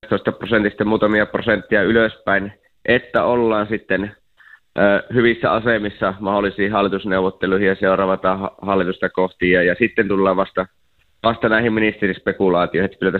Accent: Eastern Finland, Finland; oma vaalipiiri on Savo-Karjala ja kuitenkin tulen Itäistä Suomesta

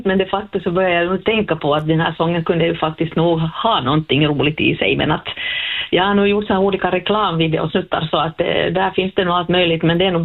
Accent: Sweden; att svenska är mitt modersmål

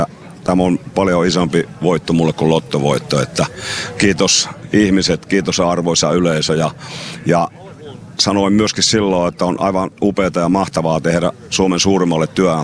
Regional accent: Alavus, South Ostrobothnia, Finland; born there; also born or lived in Kuortane / Helsinki; now in Seinäjoki, Finland; mä oon syntynyt Alavudella Rantateosen kylässä puujalostustehtaan varjossa ja sieltä on muuttanut sitten Kuortaneelle vuonna 73, kun äiti kuoli

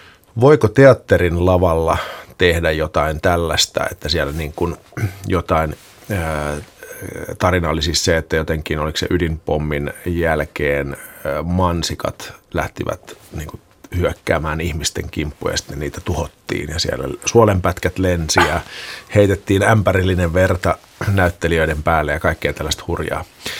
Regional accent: Lappeenranta, South Karelia, Finland; Molemmat ollaan Lappeenrannasta kotoisin

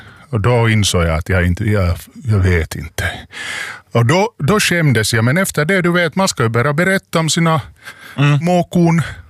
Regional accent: Finland; Som finlandssvensk så jag visste nog det

